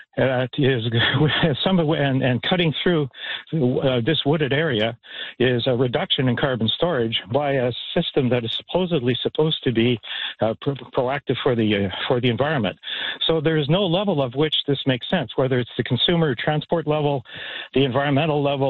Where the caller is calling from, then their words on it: Lanark County, Ontario, Canada; I'm a maple syrup producer in Lanark County